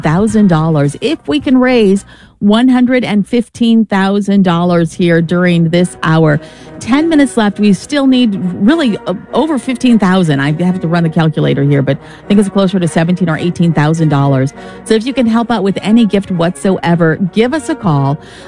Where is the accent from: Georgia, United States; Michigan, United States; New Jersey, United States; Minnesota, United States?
Minnesota, United States; I'm even from Minnesota, I never heard of this city, Montemedia.